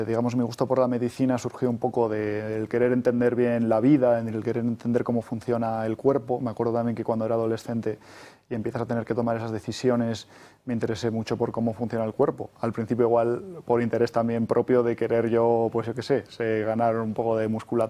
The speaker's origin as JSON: {"language": "Spanish", "town": "Eibar", "region": "Basque Country", "country": "Spain", "moved": "yes", "said": "cómo somos los eibarreses"}